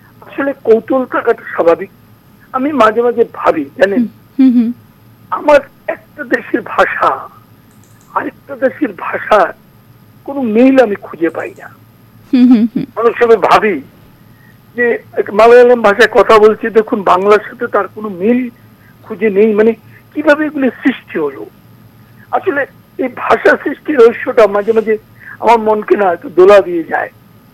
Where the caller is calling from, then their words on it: India; বাজারঘাট মাতৃপল্লী থেকে।